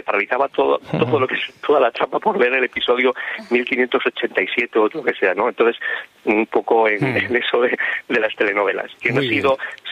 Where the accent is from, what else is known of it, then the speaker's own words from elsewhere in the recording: Tórtola de Esgueva, Castile and León, Spain; now in Alcalá, Spain; Mira, estoy en Alcalá, es un culebrón ya en sí, pero yo soy de Tortola de Guevara, de Burgos, y te mando un saludo desde nuestra tierrilla.